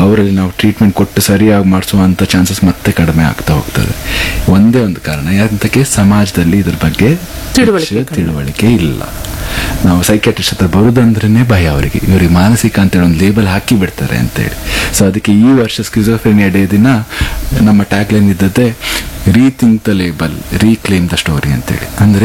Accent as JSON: {"language": "Kannada", "region": "Karnataka", "country": "India", "said": "ಈಗ ನಾನು ಇಲ್ಲಿನವನೇ ಬ್ರಹ್ಮರುದವನೇ ಅಲ್ವಾ, ನನ್ನ ಕಸ್ಟಮ್ಸ್ ಕಲ್ಚರ್ ವೆರಿ ರಿಚ್"}